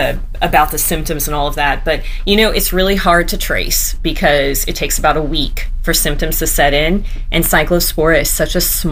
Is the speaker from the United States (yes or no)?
yes; Texas, United States; accent: Texan; and I'll say this with my Texan accent.